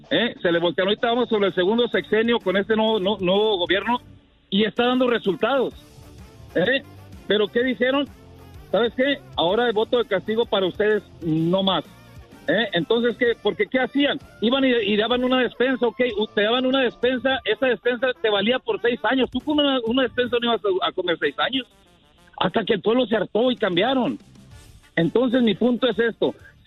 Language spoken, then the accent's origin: Spanish; Mexico; Soy más mexicano que los nopales.